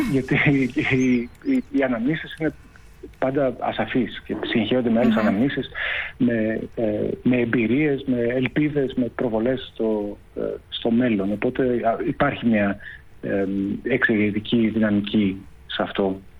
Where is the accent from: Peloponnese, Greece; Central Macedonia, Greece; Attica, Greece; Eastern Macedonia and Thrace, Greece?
Attica, Greece; Athens; Εγώ είμαι Αθηναίος.